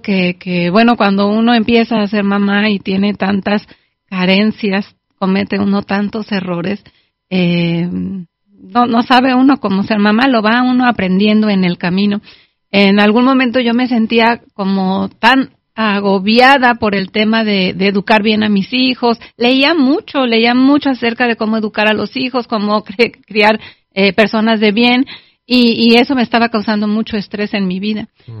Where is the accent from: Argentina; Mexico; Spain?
Mexico; now in California, United States; solamente nosotros los mexicanos